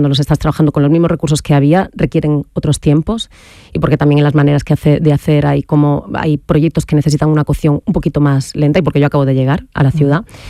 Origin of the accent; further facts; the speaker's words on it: Andalusia, Spain; Yo lo observaba estando en Cataluña. No trabajaba con artistas andaluces porque yo soy andaluza